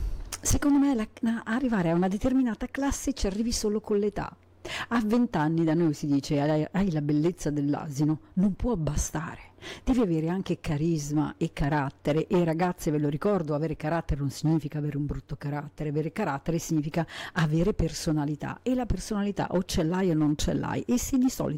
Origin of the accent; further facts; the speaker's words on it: Argentina; Italian is a second language; now in Italy; che sono malinconica, sono argentina, sono una migrante, sono solo triste